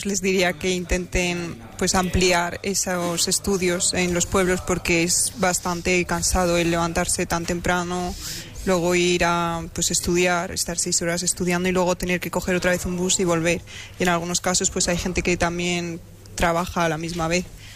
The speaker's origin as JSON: {"language": "Spanish", "town": "Sigüenza", "region": "Castilla-La Mancha", "country": "Spain", "said": "Yo soy aquí de Sigüenza."}